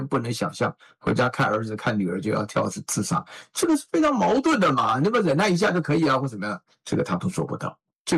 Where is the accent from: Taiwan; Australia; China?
China; Shandong; 啊，但是我们就比如说像我家乡的人，最优秀的人才啊，那进北大清华不算以外，其他都想当兵。哎，山东人没一个例外啊